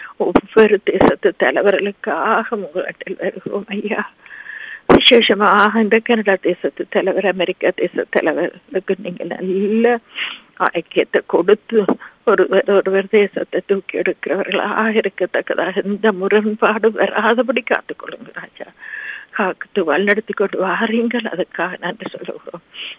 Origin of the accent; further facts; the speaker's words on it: Sri Lanka; moved away; நாங்க பிறந்து வளர்ந்த அந்த சிறிய தீவுக்காக